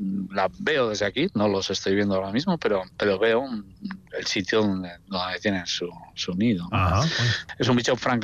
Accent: Navarre, Spain; Yo soy navarro

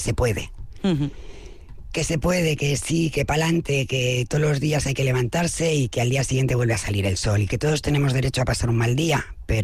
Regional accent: Barcelona, Catalonia, Spain; also born or lived in Calahorra; now in Aoiz, Spain; yo decidí venirme hacia el norte porque soy de Barcelona. Decidí venirme a vivir con mi abuela, que vivía en Calahorra. Y desde entonces pues he vivido por la zona. Aoiz llegué pues por mi marido, por amor.

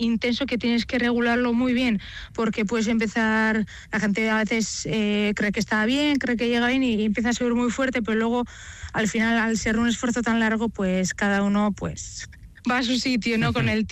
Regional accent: Zarautz, Basque Country, Spain; este año además el viernes la primera etapa sale de mi pueblo y acaba en mi pueblo, en Zarautz.

